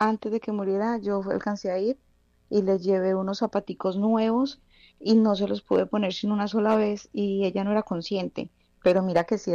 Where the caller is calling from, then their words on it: Valencia, Valencian Community, Spain; En Valencia, España